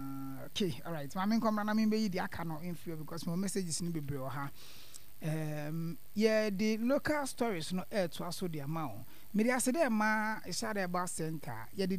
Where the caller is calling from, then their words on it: Ankoma, Eastern Region, Ghana; from Ankoma, Kweu.